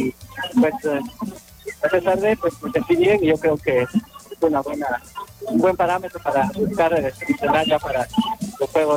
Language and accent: Spanish; Cobán, Alta Verapaz, Guatemala; Yo soy de Cobán, aquí nací como atleta y en Salamana sí hace 49 años, así que somos puros paisanos. Aquí estudié